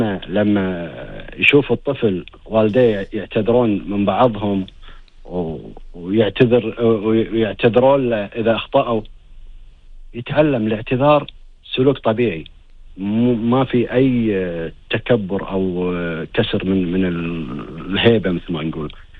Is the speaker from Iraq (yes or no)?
no; Kuwait; إحنا عندنا كويتي يقول طق الحديد وهو حامي،